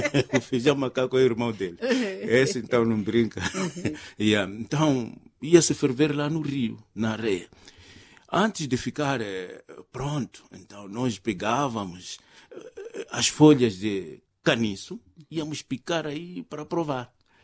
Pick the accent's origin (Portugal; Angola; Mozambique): Mozambique; Cuamba, Niassa; born or raised there